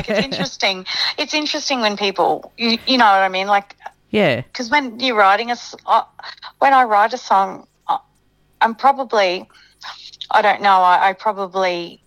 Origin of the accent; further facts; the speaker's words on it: Ipswich, Queensland, Australia; accent: ocker; So I grew up just near Ipswich in Queensland, sort of in between Ipswich and Brisbane.